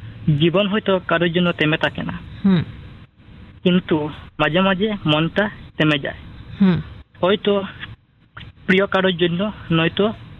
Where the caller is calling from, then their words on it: Badripar, Assam, India; আমি আসাম কাছাড় জেলা থেকে বলছি … আর আমার গ্রামের নাম বাদরিপার।